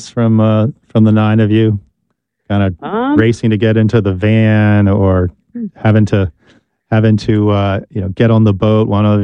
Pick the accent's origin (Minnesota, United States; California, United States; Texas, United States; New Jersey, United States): New Jersey, United States; The pilgrims are going to be in New Jersey, my home state, tomorrow.